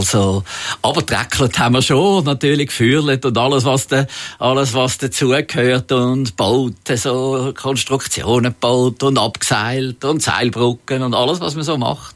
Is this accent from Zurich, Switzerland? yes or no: yes; Zurich, Switzerland; Aber natürlich bin ich aufgewachsen in Zürich und der Zoo ist näher gewesen und ich bin sehr viel im Zoo gewesen.